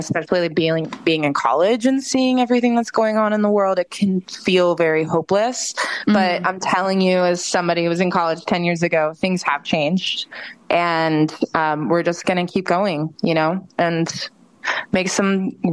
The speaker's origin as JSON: {"language": "English", "region": "Florida", "country": "United States", "tie": "born or raised there", "also_born_or_lived": "Nashville / New York", "moved": "yes", "lives_now": "Los Angeles, United States", "said": "where I grew up in Florida"}